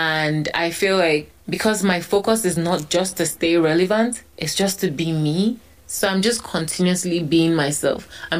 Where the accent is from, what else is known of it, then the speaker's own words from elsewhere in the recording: Nigeria; We come from Nigeria now.